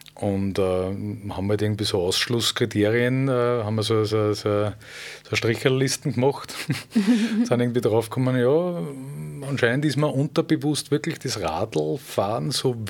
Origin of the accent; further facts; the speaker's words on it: Zwentendorf, Lower Austria, Austria; wie man vielleicht vom Dialekt ein bisschen raushört, dass ich kein Oberösterreicher bin. ich bin ursprünglich aus dem Tullnerfeld, also Zwentendorf, wo das Atomkraftwerk steht